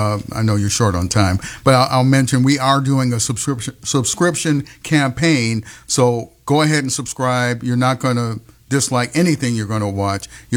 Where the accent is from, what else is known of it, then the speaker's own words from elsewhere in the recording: Chicago, Illinois, United States; I grew up on the west side of Chicago.